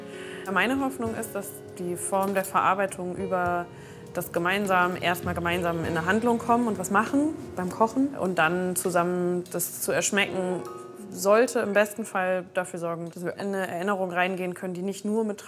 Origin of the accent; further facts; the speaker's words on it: Bremen, Germany; Ich bin 31 Jahre alt, gebürtige Bremerin. Ich bin in Findorf groß geworden und wohne mittlerweile sehr lange in der Neustadt.